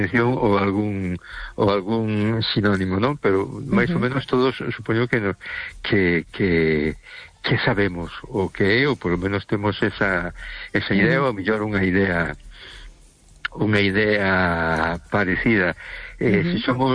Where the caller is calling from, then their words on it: A Coruña, Galicia, Spain; Hola, boa noite … de Coruña, que tal estamos?